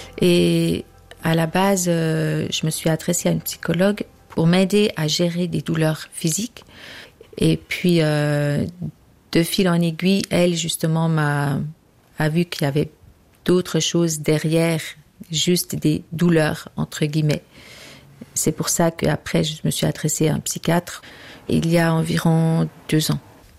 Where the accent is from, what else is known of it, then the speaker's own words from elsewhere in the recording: Burkina Faso; Moi, je suis née au Burkina Faso, de parents missionnaires, et c'était très bien comme ça. Ils m'ont donné beaucoup d'amour, d'affection. J'ai été dans une école là-bas.